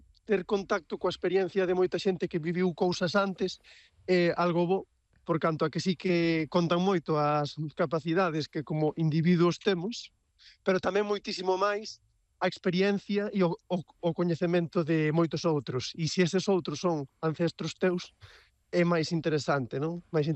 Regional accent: Galicia, Spain; e como galegos temos que aprezalo porque tamén parte do que somos nós, non?

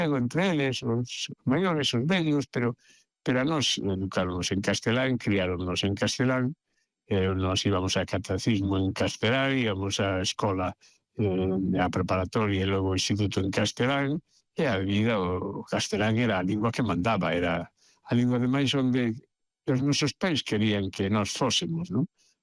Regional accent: Pontevedra, Galicia, Spain; inda que son pontevedrés, non era pontevedrés de vivir no centro da vila, non? Entón, claro, a nós, como eu digo sempre, respecto do galego, educáronos en castelán.

